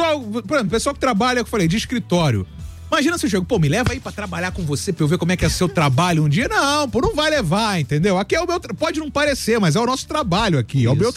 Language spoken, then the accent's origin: Portuguese; Rio de Janeiro, Brazil; born there; Nascido na Zona Sul.